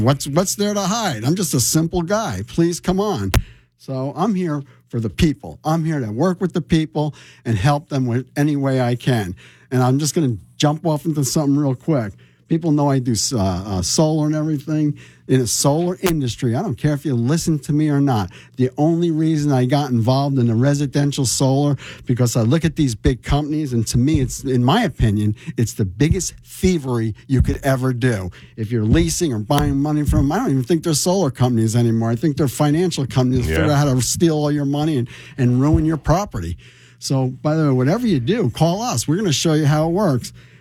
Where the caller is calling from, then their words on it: Rahway, New Jersey, United States; I'm from Rahway, New Jersey. The town went to poop.